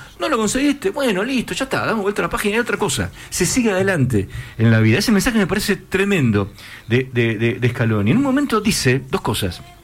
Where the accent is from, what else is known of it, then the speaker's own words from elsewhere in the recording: Argentina; nosotros como argentinos, que vivimos en medio de la grieta